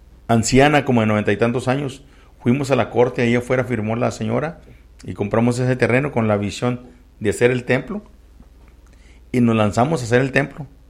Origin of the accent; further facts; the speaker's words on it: Coahuila, Mexico; moved away as an adult; now in Midland, United States; De Coahuila, del estado de Coahuila. Llegamos en el 80, recién casados, me casé el 79, llegamos recién casados y vivimos cerquita de la iglesia.